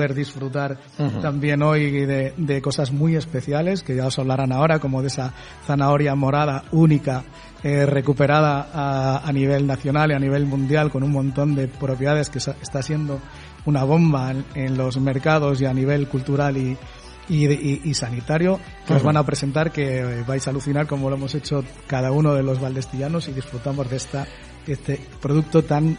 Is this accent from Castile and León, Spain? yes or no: yes; Valladolid, Castile and León, Spain; Bueno, soy vallisoletano.